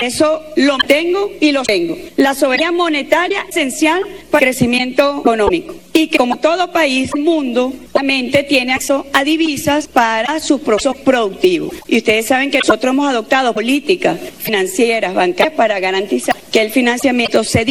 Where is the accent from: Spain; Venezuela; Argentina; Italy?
Venezuela